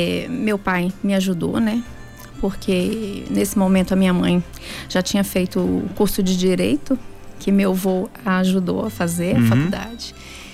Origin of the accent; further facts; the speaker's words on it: Minas Gerais, Brazil; also born or lived in Belo Horizonte; Depois eu retornei para nossa cidade.